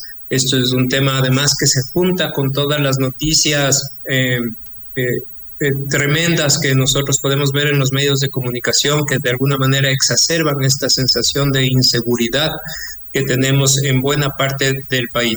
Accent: Ecuador; eso es un poco lo que marca nuestra manera de ser como ecuatorianos

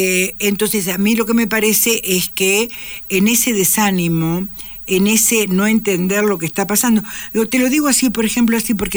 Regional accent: Uruguay; yo soy vieja, como vos sabés, y soy uruguaya

